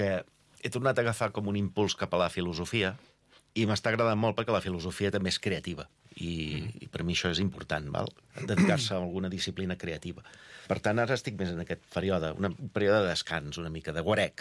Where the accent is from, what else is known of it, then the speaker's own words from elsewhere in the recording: Badalona, Catalonia, Spain; also born or lived in Barcelona; Em vaig criar a Badalona, en el centre de Bad